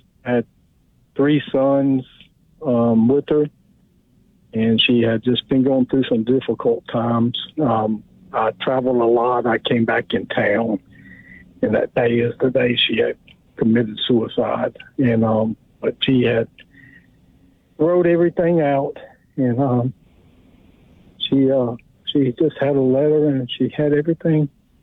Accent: Mobile, Alabama, United States; I'm not local from Texas. I'm from Alabama.

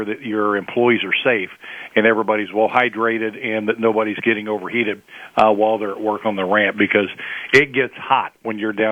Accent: United States; born there; I won the lottery by being born an American.

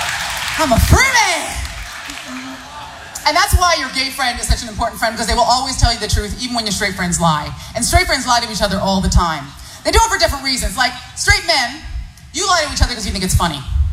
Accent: San Francisco, California, United States; I grew up in San Francisco.

